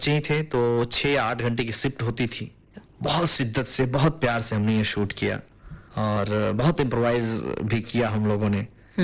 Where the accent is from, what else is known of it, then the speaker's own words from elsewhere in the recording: Bihar, India; first language Bajjika; Hindi is a second language; बज्जिका मेरी मातृभाषा है, मेरी दादी, मेरे दादा, मेरे घर में आज भी जब अगर आपके सामने मेरा फोन आ जाए तो मैं अपनी माता जी से, पिताजी से बज्जिका में ही बात करूंगा।